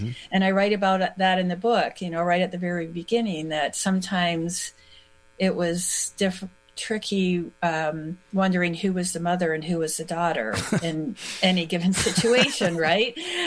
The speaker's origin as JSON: {"language": "English", "country": "Canada", "moved": "yes", "said": "even though I am Canadian. My mom, all of my family lives in Canada"}